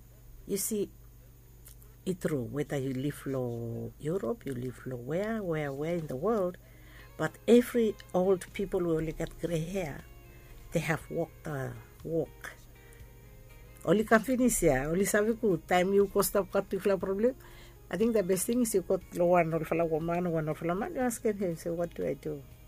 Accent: Vanuatu; English is a second language; encourage new students or young students or new Vanuatu people because I'm from Vanuatu, but I lecture in law.

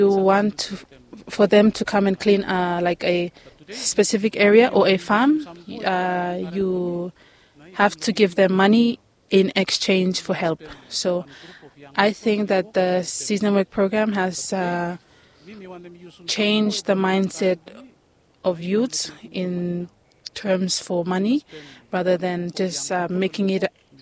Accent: Epau, Shefa, Vanuatu; I am from Epau Village, and I do specifically Tahitian farming.

